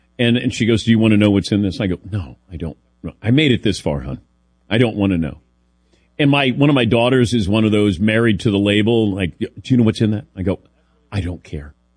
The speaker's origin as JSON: {"language": "English", "region": "Midwest", "country": "United States", "tie": "born or raised there", "said": "They go, you mean soda? I go, no, pop. That's what I grew up in the Midwest."}